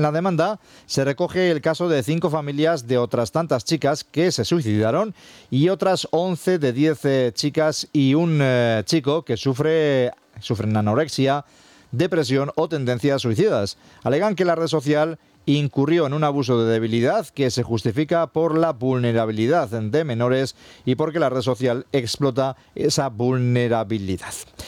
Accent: Bermeo, Basque Country, Spain; mi pueblo, de Bermeo

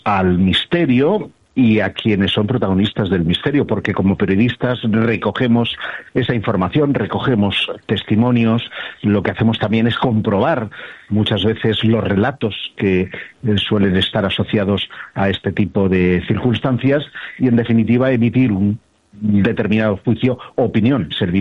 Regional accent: Terrassa, Catalonia, Spain; born there; yo vengo de una ciudad, yo nací en Tarrasa, una localidad que está a unos 30 y tantos kilómetros de Barcelona

